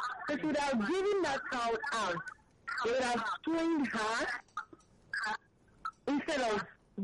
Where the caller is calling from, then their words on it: Abuja, Federal Capital Territory, Nigeria; I'm calling from Abuja.